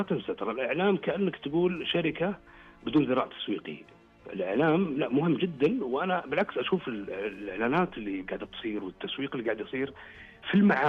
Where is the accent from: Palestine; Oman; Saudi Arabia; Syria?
Saudi Arabia; بالنسبة لنا إحنا عندنا في السعودية